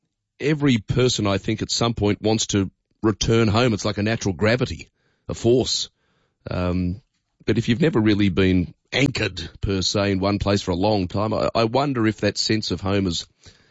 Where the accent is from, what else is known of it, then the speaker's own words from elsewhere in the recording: Sydney, New South Wales, Australia; born there; You know, I was born in Sydney. So, home was Sydney.